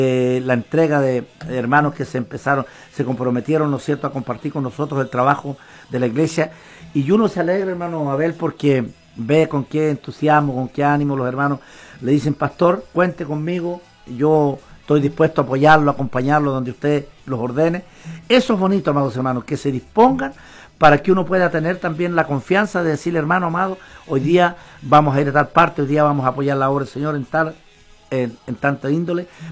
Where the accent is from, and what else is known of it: Chile